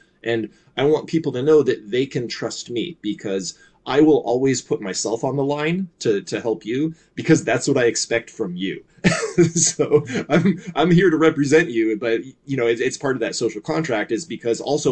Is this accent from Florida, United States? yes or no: no; Seal Beach, California, United States; now in Huntington Beach, United States; I grew up in Seal Beach, which is in the district. Currently live in Huntington Beach, which is in the district. So like I've lived here pretty much my entire life.